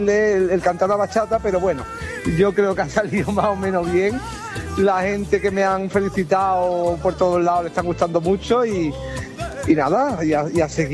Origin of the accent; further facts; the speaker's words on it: Belén, Andalusia, Spain; el ayuntamiento de mi pueblo, de Belén, Málaga